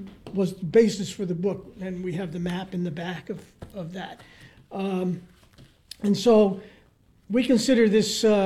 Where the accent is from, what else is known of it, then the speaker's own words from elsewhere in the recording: Sandisfield, Massachusetts, United States; The inception of the book actually was with myself and Tom Ragusa from Otis, and I'm from Sandusfield, neighboring towns.